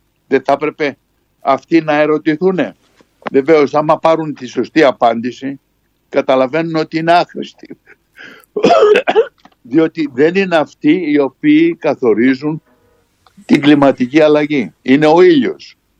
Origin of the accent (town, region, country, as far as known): Greece